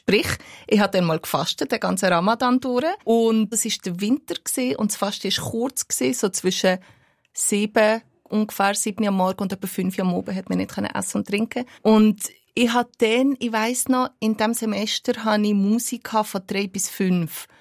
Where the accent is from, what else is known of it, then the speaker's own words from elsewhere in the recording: Albania; now in Switzerland; Dann habe ich gesagt, «Ja, aber ich bin ja nicht aus einem arabischen Land, ich bin aus Albanien.»